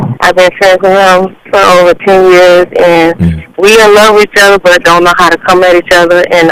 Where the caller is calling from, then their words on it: Fort Lauderdale, Florida, United States; I'm calling from Fort Lauderdale.